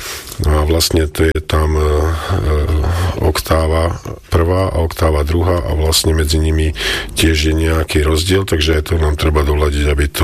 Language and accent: Slovak; Banská Bystrica Region, Slovakia; U nás na Podpoľaní